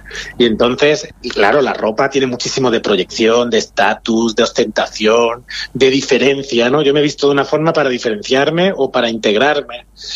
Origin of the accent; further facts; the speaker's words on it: Cádiz, Andalusia, Spain; now in Granada, Spain; Bueno, yo soy de Cádiz.